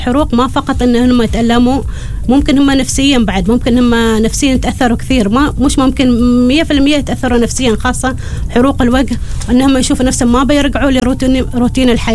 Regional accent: Oman; نحن كعمانيين

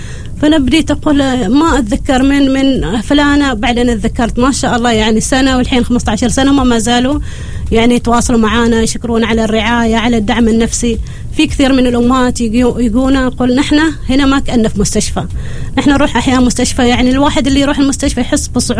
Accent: Oman; يعني نحن نعطيهم دعم نحن كعمانيين، يعني خاصة المرضى العمانيين محتاجين حد عماني يكلمهم

